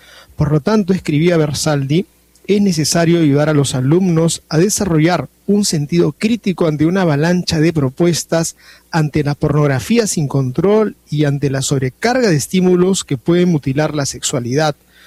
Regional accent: Peru; que somos así los peruanos, en una parte de verdad, muy acogedores, muy afectuosos, muy respetuosos

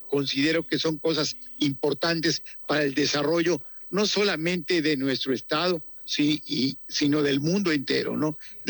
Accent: Yucatán, Mexico; Pues mira, yo soy yucateco, vivo en Yucatán, me gusta Yucatán, trabajo por Yucatán

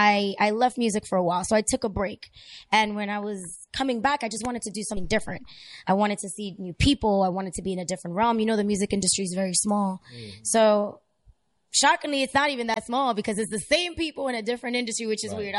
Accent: Dominican Republic; also born or lived in Spain; Yeah, so I'm Dominican and from Spain, but I just say Dominican.

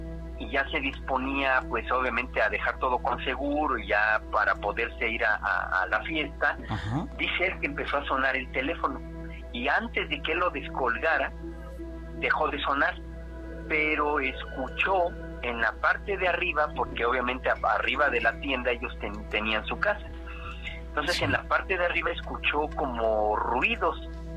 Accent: Mexico City, Mexico; de la Ciudad de México.

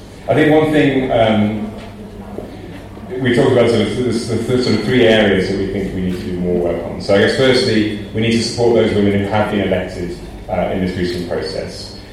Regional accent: United Kingdom; moved away as an adult; now in Kenya; Now, I'm a British bureaucrat, I'm a civil servant

